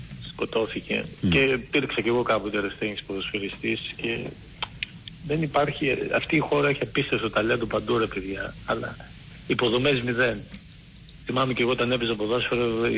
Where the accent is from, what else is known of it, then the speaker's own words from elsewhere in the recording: Volos, Thessaly, Greece; εγώ είμαι από Βόλο